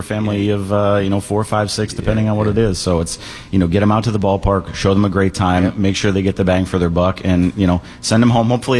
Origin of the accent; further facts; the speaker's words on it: Scranton, Pennsylvania, United States; now in Jersey Shore, United States; the Yankee affiliate actually took over in my hometown of Scranton, and I was there for 10 years before moving down here to the Jersey Shore.